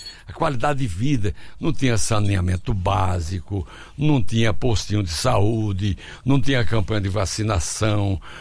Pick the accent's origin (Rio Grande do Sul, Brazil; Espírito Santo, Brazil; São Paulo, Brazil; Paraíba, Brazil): Paraíba, Brazil; São Gonçalo; born there; lá na Paraíba, onde eu nasci, em São Gonçalo